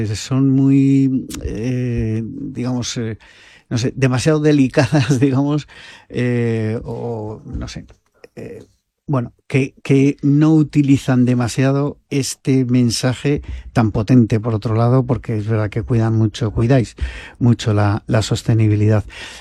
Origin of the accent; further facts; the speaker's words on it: Vitoria-Gasteiz, Basque Country, Spain; había marcas icónicas para mí cuando era pequeño, de mi ciudad natal, de Vitoria